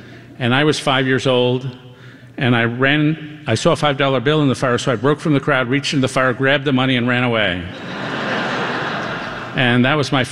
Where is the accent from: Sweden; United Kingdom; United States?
United States; New York City, New York; I grew up in New York City, which is not an obvious tie.